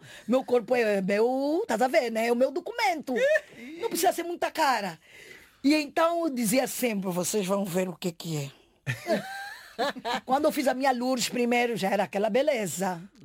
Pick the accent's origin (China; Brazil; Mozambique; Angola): Angola; now in Portugal; Eu quando viesse aqui para Portugal, me diziam, você é de Guiné? Eu dizia, não, eu não sou de Guiné, eu sou da Angola.